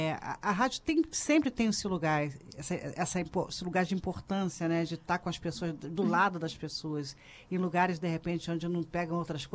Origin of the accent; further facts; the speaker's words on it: Belford Roxo, Rio de Janeiro, Brazil; born there; also born or lived in Campo Grande, Rio de Janeiro; Eu nasci em Belfor Roxo, mas passei uma boa parte da minha vida em Campo Grande também.